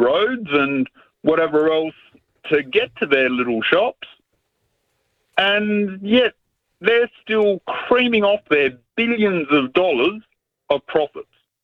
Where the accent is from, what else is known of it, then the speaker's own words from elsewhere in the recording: Australia; it they peddle the fact that we're an Australian business, but yet it's rather interesting how they're not earning their keep the way that I see it, mate